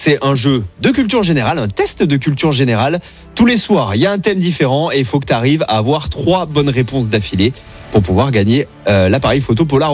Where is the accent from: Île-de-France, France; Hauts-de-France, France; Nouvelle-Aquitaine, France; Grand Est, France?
Nouvelle-Aquitaine, France; Mont-de-Marsan; Tu sais que je suis de Mont-de-Marsan, moi.